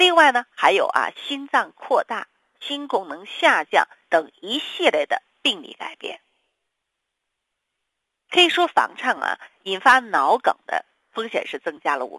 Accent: Northeast China, China; 咱们东北人都是比较喜欢啊喝酒抽烟的

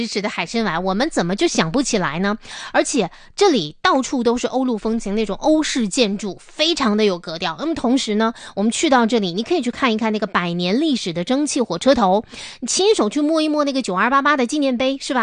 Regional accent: Northeast China, China; now in Harbin, China; 这个是独属于咱们东北人出境游的福利。

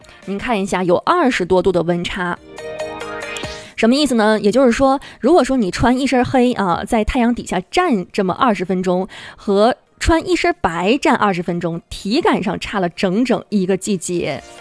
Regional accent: Harbin, Heilongjiang, China; 像咱们哈尔滨人周末都喜欢往这个周边走一走

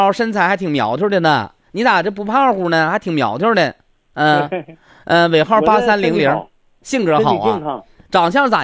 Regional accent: Heilongjiang, China; moved away; 我家哈尔滨周边的

